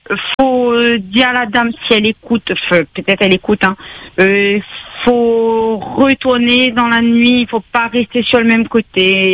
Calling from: Réunion

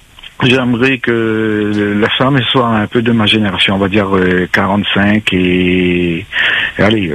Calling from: Saint-Denis, Réunion; je suis de Saint-Denis.

